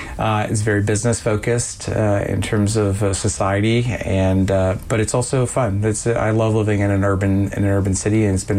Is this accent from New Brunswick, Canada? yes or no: yes; Moncton, New Brunswick, Canada; I grew up in New Brunswick, in Moncton and also northern New Brunswick. And my my father was a bank branch manager, so we moved around a little bit across the Maritime provinces.